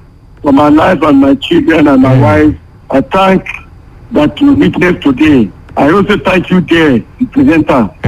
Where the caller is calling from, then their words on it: Kogi, Nigeria; I'm calling you from Kogi State.